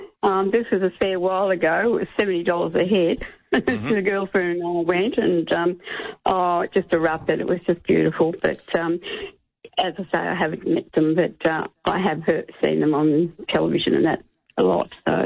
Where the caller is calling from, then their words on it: Victoria, Australia; Hello, I'm calling from Stawley, Victoria. At the time, I was in Geelong